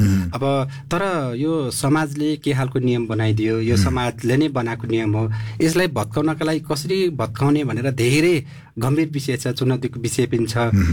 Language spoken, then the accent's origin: Nepali; Dhankuta, Koshi Province, Nepal; मेरो गाउँ धनकुटा हो, म गाउँमा बस्छु